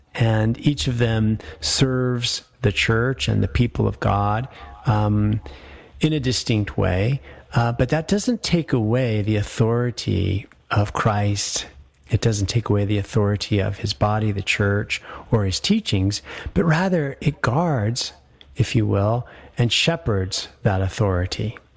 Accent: Denver, Colorado, United States; the parish that I grew up in was in Denver

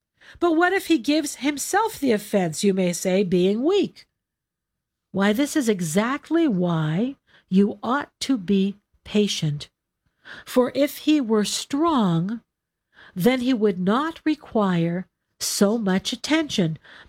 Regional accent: California, United States; I'm a Californian

